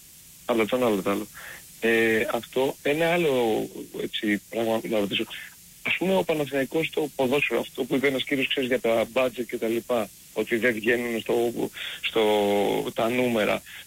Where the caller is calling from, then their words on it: Argyroupoli, Attica, Greece; είμαι από Αργυρόπολη.